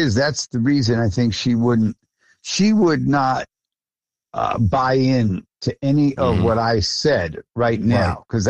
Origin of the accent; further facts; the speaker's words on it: Long Island, New York, United States; We're both from Long Islan